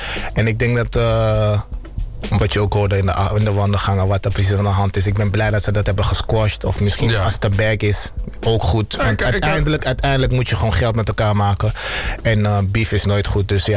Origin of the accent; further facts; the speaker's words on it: Amsterdam, North Holland, Netherlands; Ik denk, als Amsterdammer.